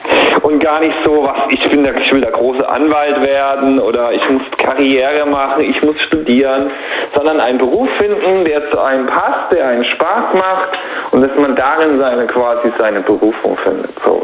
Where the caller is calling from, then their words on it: Baden-Württemberg, Germany; Ich komme aus dem Heidelberger Raum.